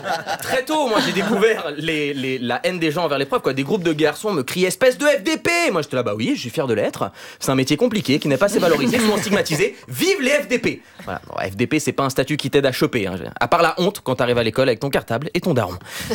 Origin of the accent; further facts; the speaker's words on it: Switzerland; Et en tant que Suisse, ça me déplaît pas.